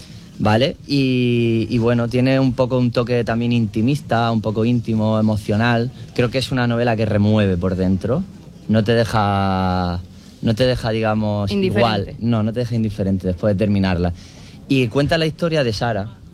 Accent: Aguadulce, Andalusia, Spain; Yo soy de Agua Dulce, además.

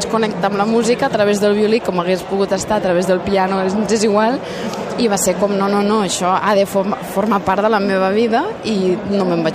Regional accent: Agramunt, Catalonia, Spain; Jo soc de Gramunt.

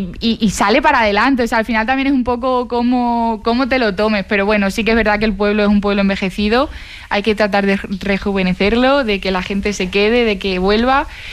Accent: Pasarón de la Vera, Extremadura, Spain; yo digo soy de Pasarón

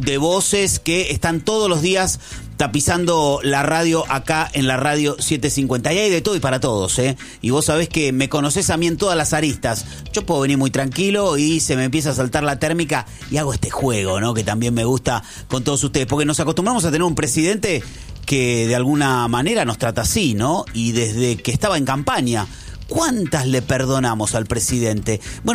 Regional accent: Argentina; como argentino, 47 millones de argentinos que somos

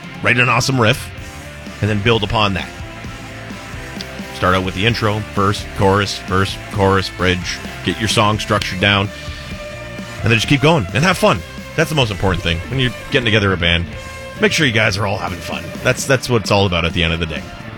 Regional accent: Montreal, Quebec, Canada; I was still living in my hometown of Montreal, and my friend and I drove down the night before.

